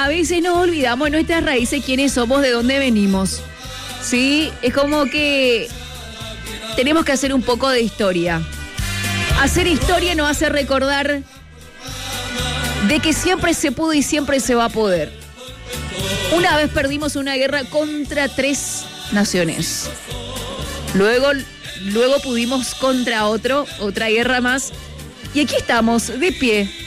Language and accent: Spanish; Paraguay